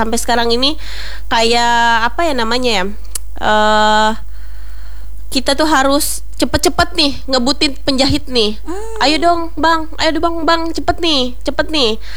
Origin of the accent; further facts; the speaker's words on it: Central Kalimantan, Indonesia; saya sendiri dari Barito Timur, saya Dayak Mayan